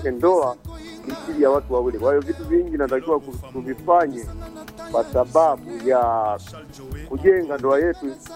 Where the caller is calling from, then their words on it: Tanzania; Ikongosi.